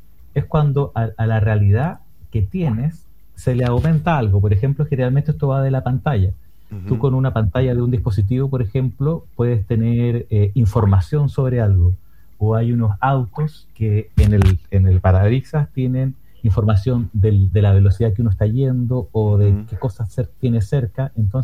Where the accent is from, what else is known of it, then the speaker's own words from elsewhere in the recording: Valparaíso, Chile; lo que tenemos en común es que todos somos de Valparaíso